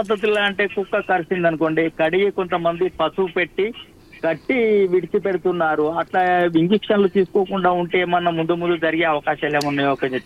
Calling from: Shanagar, Telangana, India; నేను కరీంనగర్ డిస్ట్రిక్ట్ నుంచి వెళ్ళి రమ్మడుగు మండలం షానగర్ నుంచి వెళ్ళి … మాట్లాడుతున్నాను.

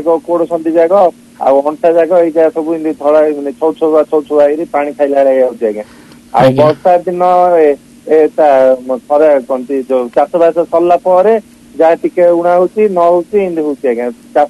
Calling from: Tinitinapalli, Odisha, India; ଆମ ଗାଁ ଆଜ୍ଞା ତିନିଟିଣାପଲ୍ଲୀ ଧରାଉଟ ବ୍ଲକରେ।

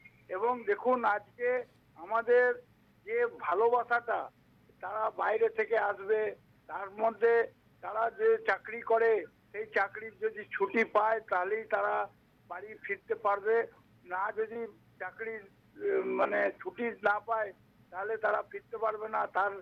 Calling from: Purba Bardhaman district, West Bengal, India; আমি পশ্চিমবঙ্গের পূর্ব বর্ধমান জেলার ভূজপুর থেকে

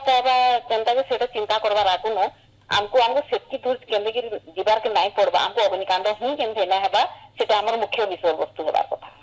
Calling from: Bargarh, Odisha, India; ହଁ, ଆମେ ବରଗଡ଼ରୁ କହୁଛେ

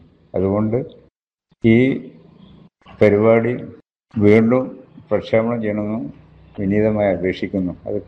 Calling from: Kerala, India

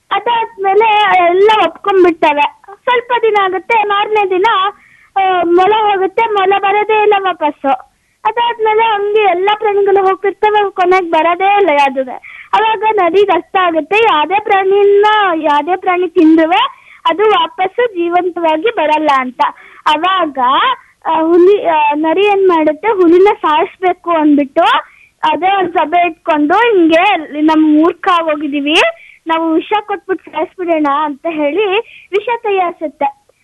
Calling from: Mysuru, Karnataka, India

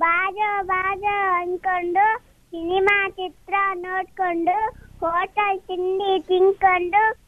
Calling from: Kandli, Karnataka, India

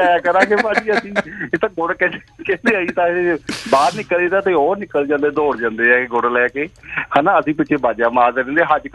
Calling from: Kandola, Punjab, India; ਮੈਂ ਜੀ ਪਿੰਡ ਕੰਦੋਲੇ ਤੋਂ … ਬਾਤ ਕਰ ਰਿਹਾ ਜੀ।

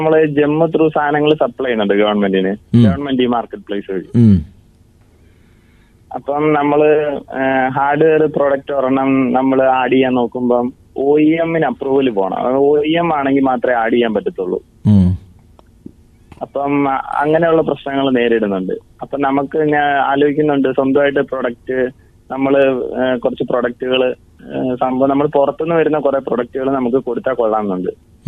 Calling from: Pathanamthitta, Kerala, India; ഞാൻ പത്തനംതിട്ട നിന്നാണ് വിളിക്കുന്നത്.

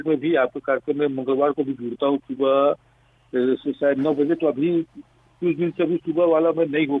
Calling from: Chirmiri, Chhattisgarh, India; मैं चिरमिरी जिला पूर्व छत्तीसगढ़ से

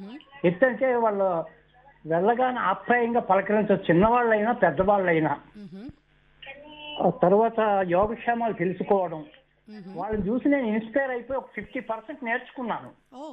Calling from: Bengaluru, Karnataka, India; బెంగళూరు నుంచి మాట్లాడుతున్నాను.

